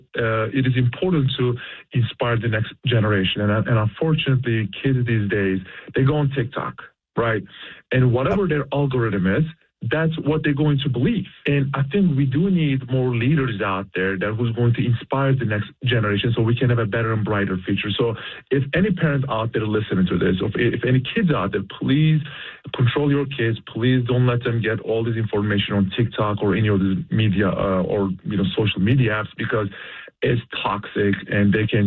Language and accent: English; Turkey; You know, when I grew up in Turkey, I didn't have any of those. I didn't have freedom of speech, freedom of religion, freedom of expression.